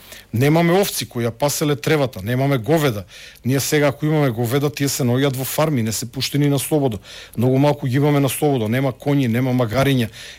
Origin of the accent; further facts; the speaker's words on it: Štip, Eastern, North Macedonia; отидете во Штип над моето мало, каде што сум роден и живее во младоста